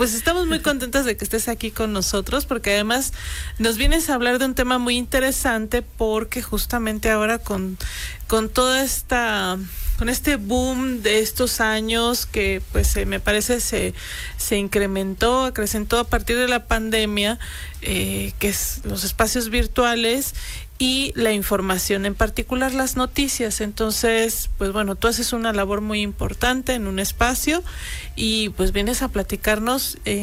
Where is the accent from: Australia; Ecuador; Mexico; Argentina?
Mexico